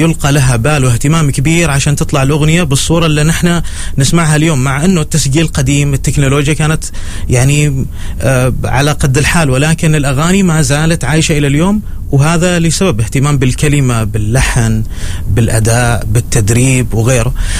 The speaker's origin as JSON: {"language": "Arabic", "country": "Oman", "said": "نمثل في البداية فيها نفسنا كعمانيين خليجيين"}